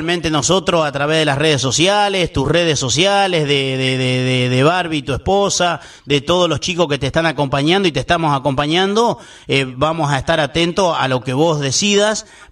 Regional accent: Villa Moll, Buenos Aires Province, Argentina; now in Moquehuá, Argentina; yo soy de Villamol, pertenezco a Navarro, aunque vivo en Moquegua, partido de Chivilcoy

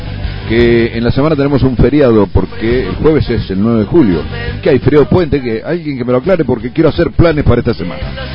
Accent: San Rafael, Mendoza, Argentina; now in Alta Gracia, Argentina; soy de San Rafael Mendoza.

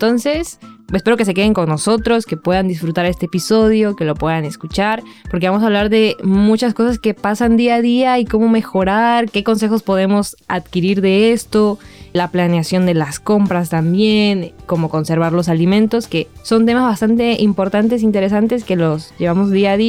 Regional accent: Mexico; soy la licenciada … soy mexicana.

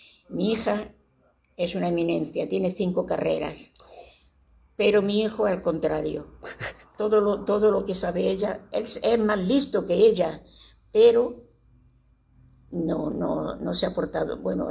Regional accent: Granada, Andalusia, Spain; Yo soy de Granada.

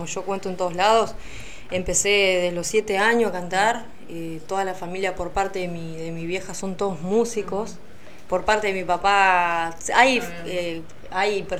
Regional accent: Piedras Blancas, Entre Ríos, Argentina; mi pueblo, de Piedras Blancas

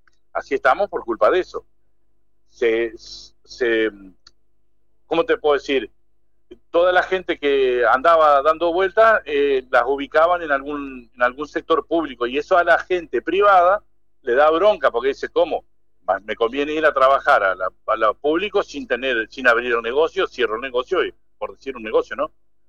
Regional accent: Entre Ríos, Argentina; nosotros somos argentinos y tomamos mate? Y entrerriano ni hablar

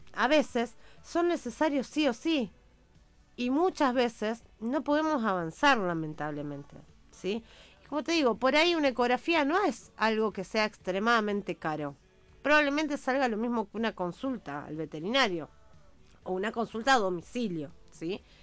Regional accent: Rosario, Santa Fe, Argentina; moved away; yo me transpolo a Rosario, que es de la ciudad de donde vengo

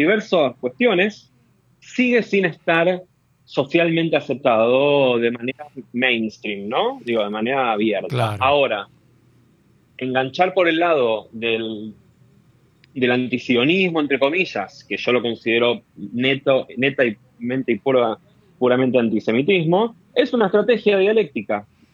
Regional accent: Argentina; Nosotros somos judíos argentinos que amamos a la Argentina y que amamos a Israel

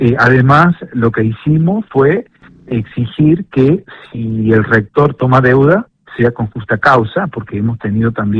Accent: Villa Mercedes, San Luis, Argentina; yo soy de Villa Mercedes, me conocen desde hace mucho tiempo

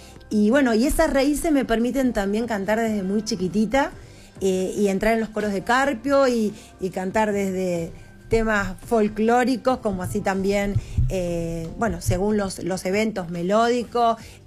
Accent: Santa Fe, La Pampa, Argentina; born there; mi primer dúo con mi hermana a los 7 años, que de Santa Fe nos vinimos para La Pampa.

